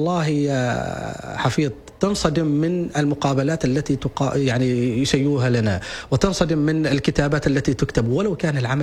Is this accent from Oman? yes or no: yes; Oman; نحن كعمانيين عندنا إرث،